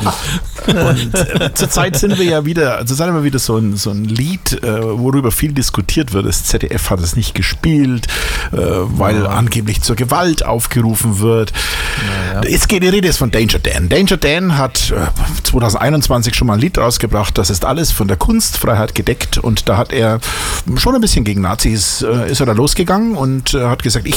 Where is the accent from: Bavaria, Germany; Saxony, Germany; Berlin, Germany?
Bavaria, Germany; Also ich komme ja aus Bayern.